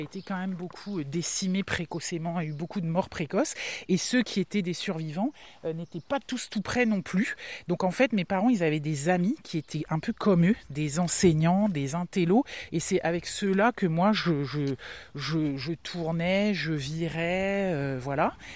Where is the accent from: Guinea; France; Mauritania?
France; Brest, Brittany; born there; Oui, mais t'es né où ? Brest.